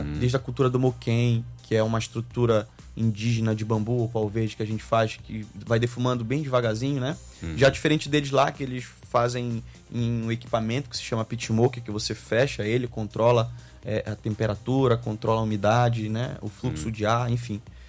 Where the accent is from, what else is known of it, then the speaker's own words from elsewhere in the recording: Belém, Pará, Brazil; eu sou de Belém.